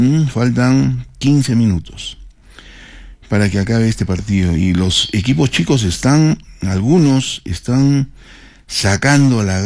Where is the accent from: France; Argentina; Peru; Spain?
Peru; nosotros como peruanos no vamos hace 8 años al Mundial